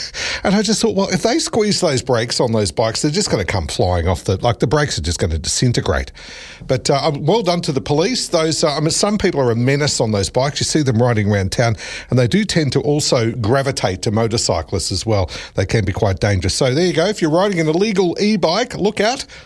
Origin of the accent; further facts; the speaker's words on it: Lara, Victoria, Australia; I noticed some local news that has happened at my hometown of Lara